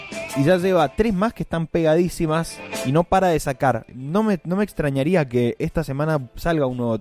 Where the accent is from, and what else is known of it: Argentina